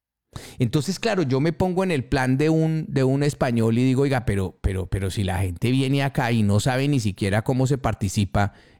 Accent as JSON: {"language": "Spanish", "country": "Colombia", "moved": "yes", "lives_now": "Spain", "said": "yo como colombiano"}